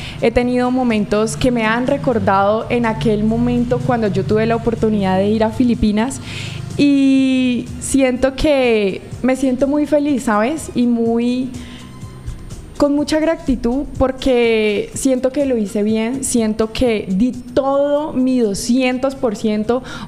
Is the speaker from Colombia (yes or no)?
yes; Colombia